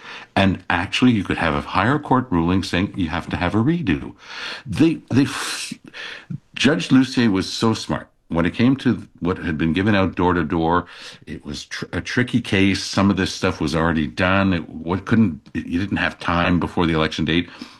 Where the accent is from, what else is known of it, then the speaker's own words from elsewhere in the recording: Canada; because we're Canadian, eh?